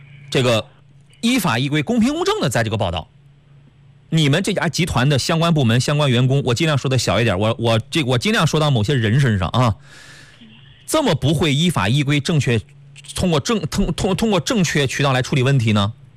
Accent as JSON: {"language": "Chinese", "town": "Qingdao", "region": "Shandong", "country": "China", "tie": "born or raised there", "moved": "yes", "said": "我们青岛的，我老家的朋友"}